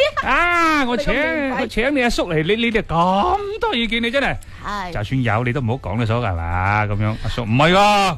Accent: Guangdong, China; 我哋广东人有啲觉得好辣。

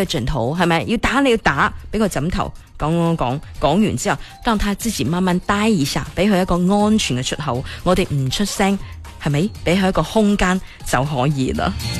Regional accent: Guangdong, China

